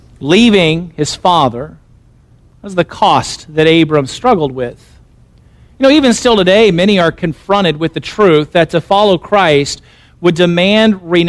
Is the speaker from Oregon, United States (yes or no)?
no; Illinois, United States; moved away as an adult; now in Florida, United States; I'm from Illinois. I got to serve as my dad's assistant pastor for 8 years. And then when I felt like the Lord was telling me to move to Florida, 1,200 miles away.